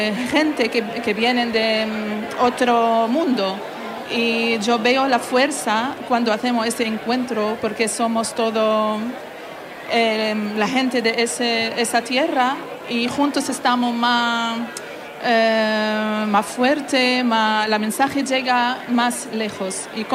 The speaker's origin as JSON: {"language": "Spanish", "country": "Palestine", "said": "Un parte de una canción que escribió hace unos años, que habla sobre cualquier niño en mi tierra, cualquier niño palestino."}